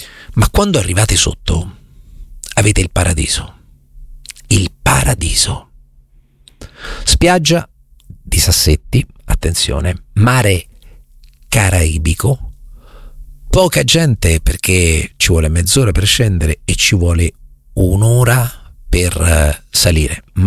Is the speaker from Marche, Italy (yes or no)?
yes; Marche, Italy; Quando parlo della mia terra ne parlo con grande amore e con grande trasporto.